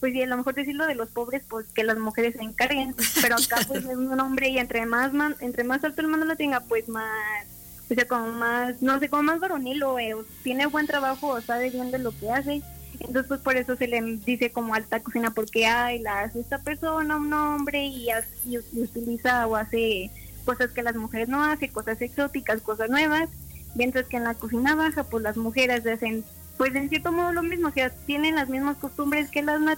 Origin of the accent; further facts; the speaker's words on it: San Luis Potosí, Mexico; en la dieta de todos los que hoy en día somos mexicanos y potosinos.